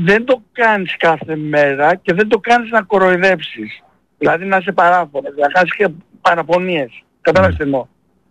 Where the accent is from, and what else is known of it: Greece